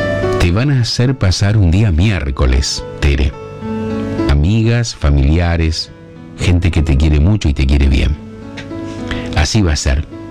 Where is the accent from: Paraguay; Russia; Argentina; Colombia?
Argentina; Arequito, Santa Fe; También nos ven en Correa, Carcarañá, Villa Eloísa, Los Molinos, Arequito, mi pueblo